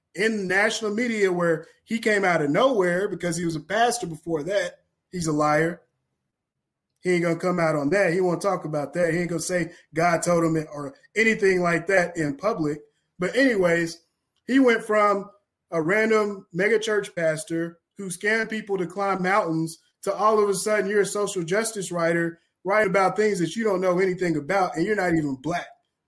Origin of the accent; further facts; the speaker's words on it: Kentucky, United States; I'm from Kentucky. I organize.